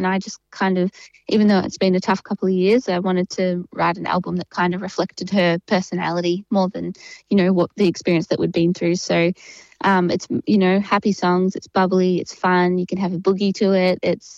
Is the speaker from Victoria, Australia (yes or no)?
yes; Ballarat, Victoria, Australia; I'm originally from Ballarat.